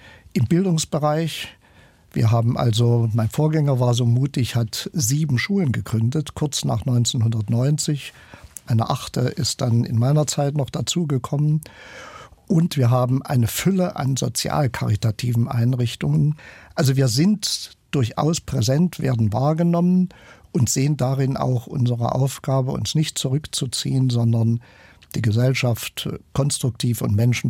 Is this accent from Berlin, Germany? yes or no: no; Halle, Saxony-Anhalt, Germany; Ich liebe Deutschland, bin Hallenser, ich liebe meine Heimatstadt, ich liebe Sachsen-Anhalt.